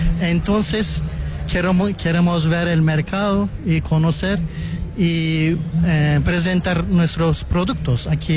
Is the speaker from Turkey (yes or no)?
yes; Turkey; Spanish is a second language; soy de Turquía.